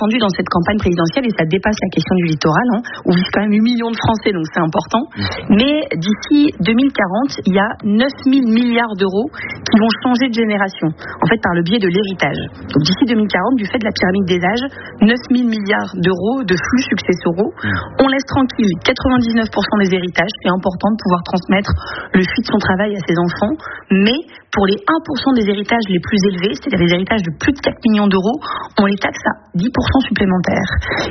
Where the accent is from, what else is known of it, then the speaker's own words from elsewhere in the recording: Hénin-Beaumont, Hauts-de-France, France; moi je viens du bassin minier du Pas-de-Calais, je me rappelle à Hélène Beaumont, en CM2